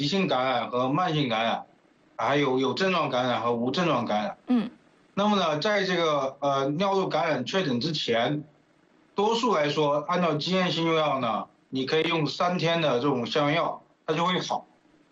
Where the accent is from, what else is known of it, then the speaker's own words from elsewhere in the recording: southern China, China; 我们作为一个南方人，这个上火是最典型的一个大家说的一个问题。